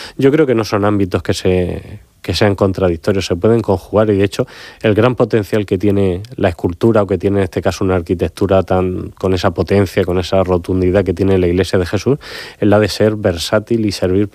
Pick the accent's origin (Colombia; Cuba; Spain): Spain; Region of Murcia; Y nuestra obligación como murcianos, pero también, lógicamente, que en la dirección del Museo Salcillo, es que esa imagen se conozca, se divulgue